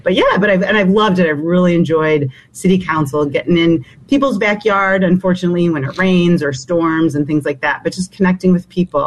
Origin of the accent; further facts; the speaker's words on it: Wisconsin, United States; born there; So I actually was born in Wisconsin. So I have a lot of family up there in Wisconsin near Milwaukee